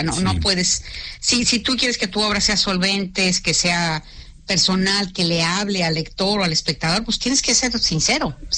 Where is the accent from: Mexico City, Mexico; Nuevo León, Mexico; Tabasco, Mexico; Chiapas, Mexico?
Nuevo León, Mexico; Monterrey; moved away as an adult; lo que yo viví de niña, de adolescente, de joven, en fin, a lo largo de mi vida hasta que me fui de Monterrey